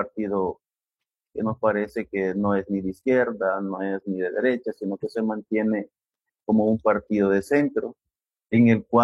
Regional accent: El Salvador; Vea, nosotros hacemos un análisis bastante profundo de lo que es la realidad que como salvadoreños estamos viviendo.

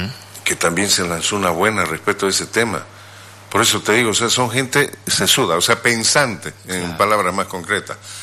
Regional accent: Sucre, Chuquisaca, Bolivia; now in Santa Cruz, Bolivia; Yo soy de Sucre acá y yo me siento pero feliz en Santa Cruz.

